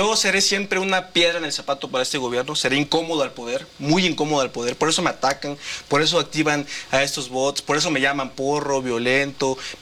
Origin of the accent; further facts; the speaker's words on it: Mexico; lo que hemos perdido los mexicanos han sido millones de vidas.